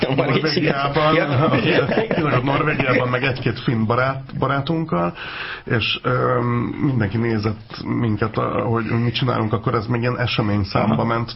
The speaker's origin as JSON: {"language": "Hungarian", "country": "Sweden", "second_language": "Hungarian", "lives_now": "Hungary", "said": "Én nekem nem volt mindig szerencsém egyébként otthon Svédországban ünnepelni a Midsommart"}